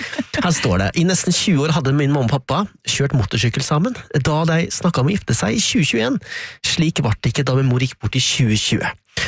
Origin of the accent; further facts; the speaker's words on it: Innlandet, Norway; jeg føler meg fortsatt som hedmarking, altså, men vi vel innlendinger da.